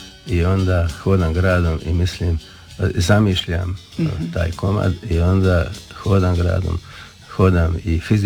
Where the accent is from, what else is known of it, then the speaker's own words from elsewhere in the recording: Dubrovnik, Dubrovnik-Neretva County, Croatia; ja kao rođeni Dubrovčanin